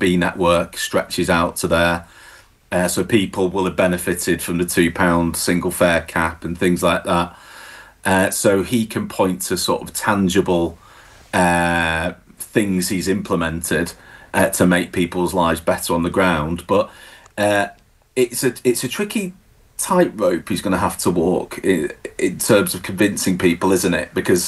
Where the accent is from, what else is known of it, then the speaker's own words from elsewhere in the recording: St Helens, North West England, United Kingdom; I'm from St Helens, that's where I grew up, which is kind of next door.